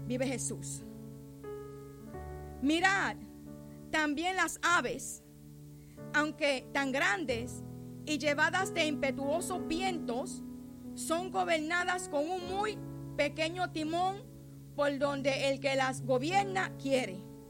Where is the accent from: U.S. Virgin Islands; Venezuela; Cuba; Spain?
U.S. Virgin Islands; Grove Place, St. Croix; Yo nací, me crié en Grove Place, uno de los barrios más malos en esta isla, que ahí no se mete que no vive en Grove, ¿ok? Y yo soy de ese barrio, nacida y criada ahí.